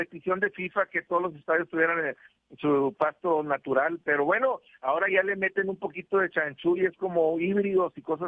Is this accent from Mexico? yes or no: yes; Mexico; somos mexicanos, estamos con la selección y no nos vamos a rajar